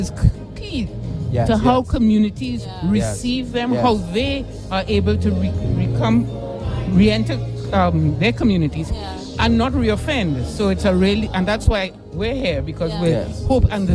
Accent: Trinidad & Tobago; now in Barbados; I am from Trinidad and Tobago, but I'm based in Barbados.

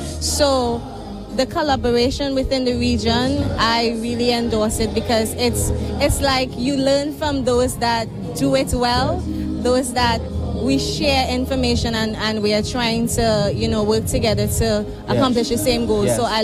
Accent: Tobago, Trinidad & Tobago; from Trinidad and Tobago as well.

